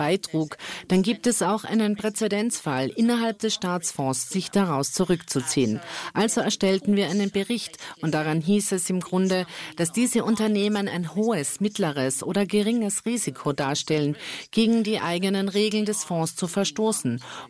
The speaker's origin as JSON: {"language": "German", "country": "Norway", "said": "Was wir als Norweger hören, ist, dass es euer Geld. Als norwegischer Bürger ist es dein Geld, oder?"}